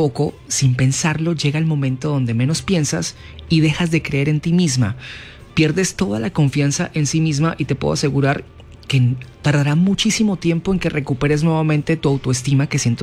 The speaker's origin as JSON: {"language": "Spanish", "town": "Silvia", "region": "Cauca", "country": "Colombia", "tie": "born or raised there", "said": "a raíz de la cuarentena me regresé a mi pueblo natal, Silvia, y aquí comprendí que amo a esa persona"}